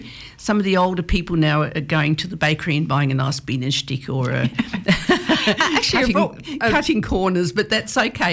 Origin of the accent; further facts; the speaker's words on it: Australia; born there; first language English; I was four when I came out to Australia and I can still speak German fairly fluently. Yeah. And, of course, English, you know, is my first language nowadays.